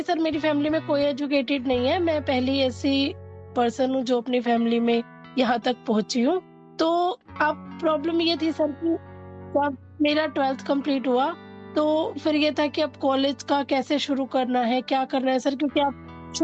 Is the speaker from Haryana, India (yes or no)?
yes; Rohtak, Haryana, India; now in Gwalior, India; मैं हरियाणा रोहतक से बिलोंग करती हूँ